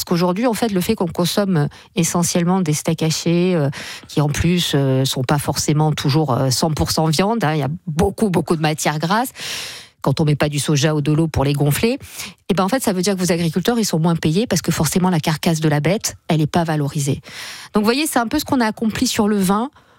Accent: south of France, France; moved away; moi je viens du sud de la France

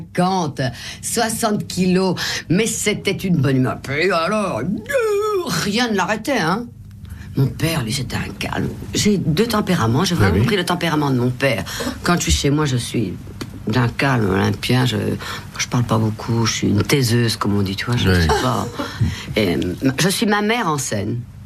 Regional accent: Brussels, Brussels-Capital Region, Belgium; born there; je ne suis ni flamande ni wallonne, je suis brabançonne, c'est-à-dire bruxelloise.

